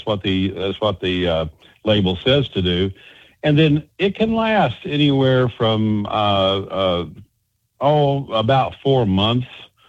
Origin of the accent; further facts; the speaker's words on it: West Virginia, United States; You know, that's how I grew up in West Virginia, very, very, very common.